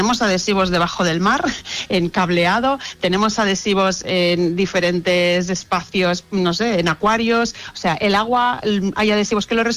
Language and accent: Spanish; Barcelona, Catalonia, Spain